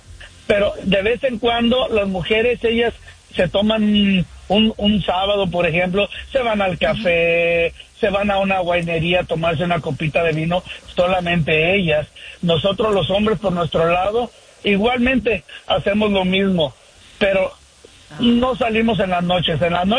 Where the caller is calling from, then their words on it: Sacramento, California, United States; Buen día, aquí de Sacramento